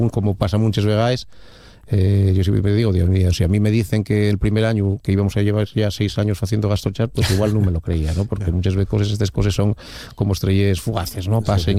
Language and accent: Spanish; Asturias, Spain; Yo siempre digo, desde dentro, soy del Oriente